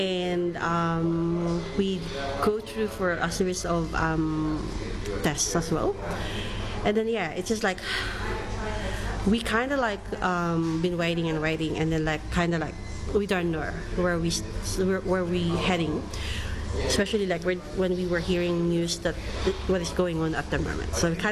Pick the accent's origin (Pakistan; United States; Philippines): Philippines; now in Toowoomba, Australia; So I'm from the Philippines, Karen is from Thailand.